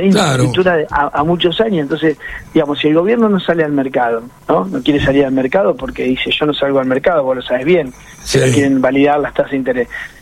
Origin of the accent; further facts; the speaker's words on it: La Pampa, Argentina; yo soy de La Pampa